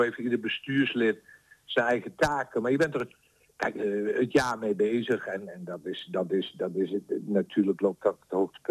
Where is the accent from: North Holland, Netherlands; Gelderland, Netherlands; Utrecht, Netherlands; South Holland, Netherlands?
Gelderland, Netherlands; Doesburg